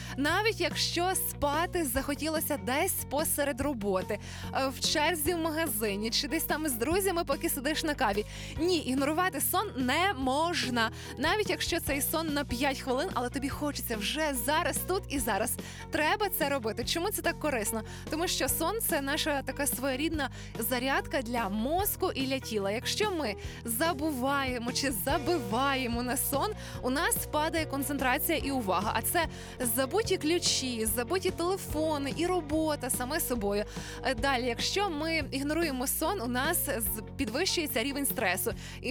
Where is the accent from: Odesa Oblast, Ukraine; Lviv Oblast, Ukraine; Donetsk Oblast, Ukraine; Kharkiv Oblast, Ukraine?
Lviv Oblast, Ukraine; Stryi